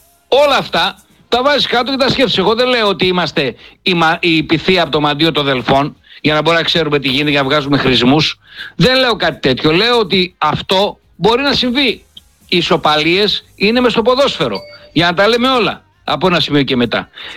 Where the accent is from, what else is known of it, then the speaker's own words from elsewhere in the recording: Thessaloniki, Central Macedonia, Greece; Εγώ τα βλέπω, ας πούμε, θέλοντας, σαν Σαλονικιός και σαν Βορειοελλαδίτης, να έρθει ένας τίτλος, ένα πρωτάθλημα στη Θεσσαλονίκη, αν μπορεί να γίνει.